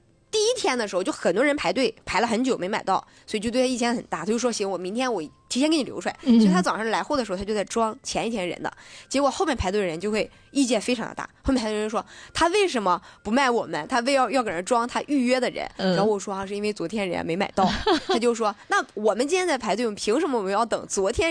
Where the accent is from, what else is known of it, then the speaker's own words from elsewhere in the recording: Dalian, Liaoning, China; 我们大连人就是很潮的